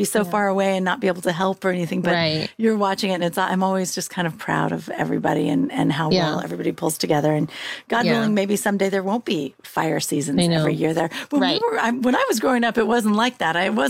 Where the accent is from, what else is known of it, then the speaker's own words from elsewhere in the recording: California, United States; I grew up just outside of Lake County.